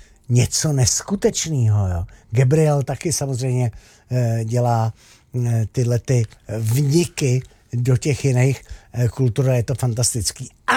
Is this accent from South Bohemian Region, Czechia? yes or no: no; Zlín Region, Czechia; A víte moc dobře, přátelé, že Valašsko je taková středo-severomoravský území. Já jsem taky Valach.